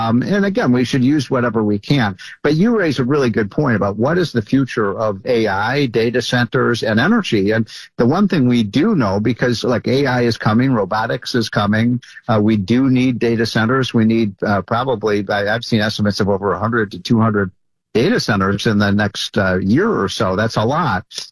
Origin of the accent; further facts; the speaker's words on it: Chicago, Illinois, United States; But Larry, I'm from Chicago. The sun doesn't shine all that much in Chicago.